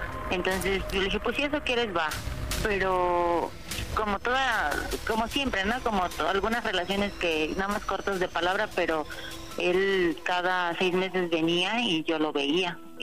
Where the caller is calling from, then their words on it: Guerrero, Mexico; Tengo 37 años y hablo de el estado de Guerrero.